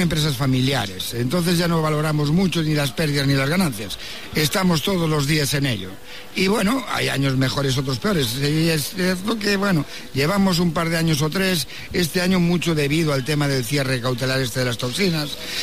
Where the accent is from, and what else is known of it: Galicia, Spain